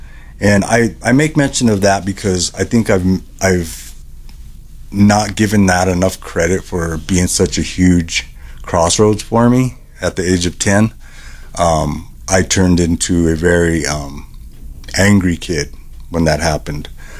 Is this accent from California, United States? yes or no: no; Denver, Colorado, United States; I was a pretty rowdy kid here in Denver, Colorado. I grew up in North Denver. And North Denver was not what it is now. It's very different now. But back in my day, it was rough.